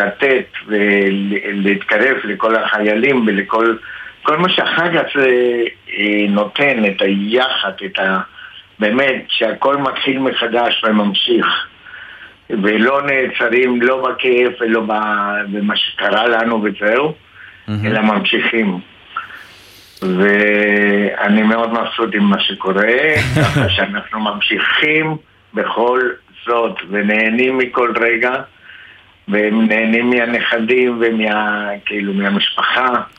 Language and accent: Hebrew; Urim, Southern District, Israel; אני מקיבוץ פורים.